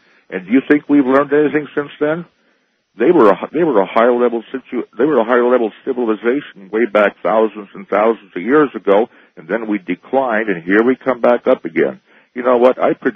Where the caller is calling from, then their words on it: Oregon, United States; I'm calling you from the Oregon coast.